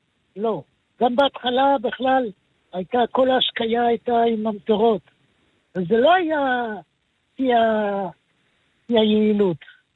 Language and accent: Hebrew; Tel Aviv, Tel Aviv District, Israel; born there; now in Arava, Israel; אני יליד תל אביב